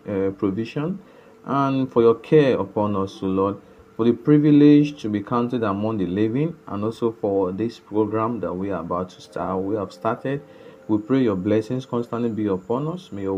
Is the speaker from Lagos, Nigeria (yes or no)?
no; Okada, Edo, Nigeria; from Okada Town, Edo State, Nigeria.